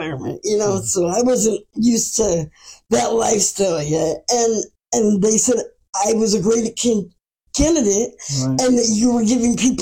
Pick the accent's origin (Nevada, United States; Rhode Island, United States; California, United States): California, United States; Sacramento; Yes, I grew up here in Sacramento.